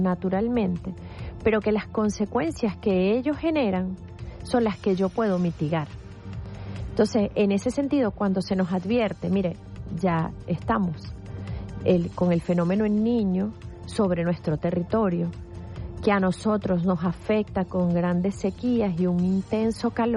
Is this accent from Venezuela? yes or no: yes; Venezuela; Es parte de lo que se espera que como venezolanos hagamos.